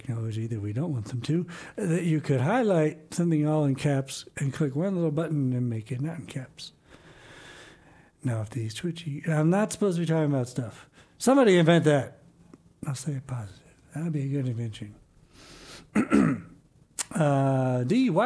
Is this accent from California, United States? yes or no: no; Baltimore, Maryland, United States; And I'm from Baltimore